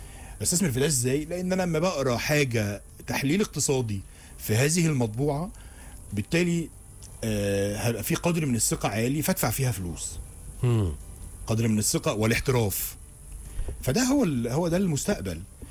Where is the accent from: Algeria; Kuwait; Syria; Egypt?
Egypt